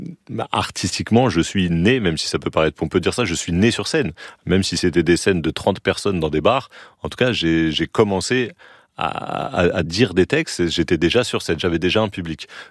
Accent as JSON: {"language": "French", "town": "Saint-Denis", "region": "Île-de-France", "country": "France", "said": "Je viens de Saint-Denis"}